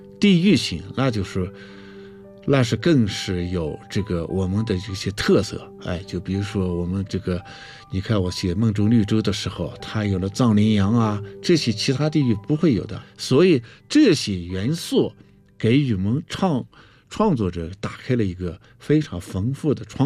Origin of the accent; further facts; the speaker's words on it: Tianshui, Gansu, China; now in Tibet, China; 我跟我的家乡，比如说天水啊，